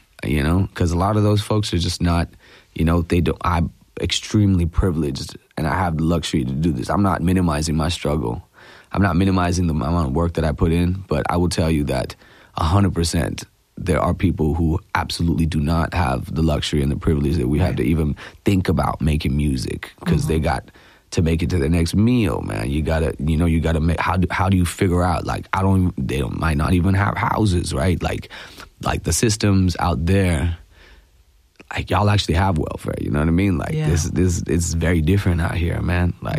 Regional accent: India; first language Malayalam; English is a second language; we're out there in Mumbai, we're out there in Bangalore, which people don't speak Malayalam, which is my native tongue

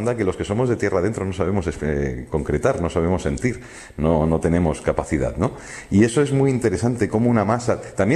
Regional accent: Madrid, Community of Madrid, Spain; born there

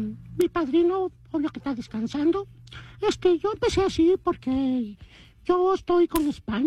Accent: Tijuana, Baja California, Mexico; born there; Bueno, nací en Tijuana, soy mexicano, pero mis ancestros son españoles.

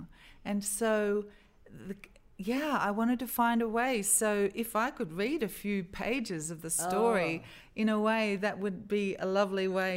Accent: Australia; born there; I am here, I was born in Australia

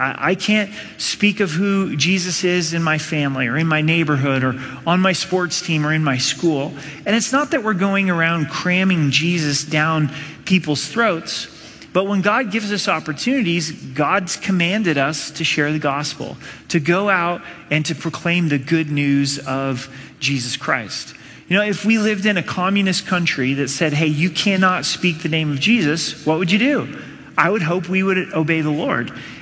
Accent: Oregon, United States; I grew up in Southern Oregon

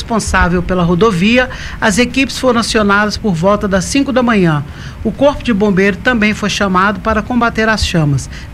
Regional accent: Belo Horizonte, Minas Gerais, Brazil; Sou daqui.

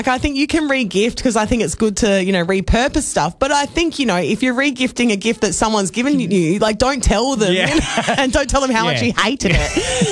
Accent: Adelaide, South Australia, Australia; So, of course, I'm originally from South Australia in Adelaide, and living away from my hometown friends and family

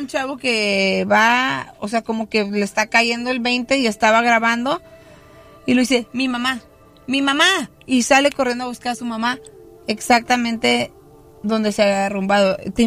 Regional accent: Mexico; Y la verdad, nosotros siempre nos unimos, los mexicanos, los hispanos, colombianos.

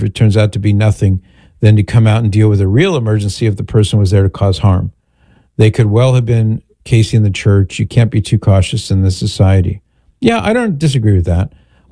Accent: Mission Viejo, California, United States; born or raised there

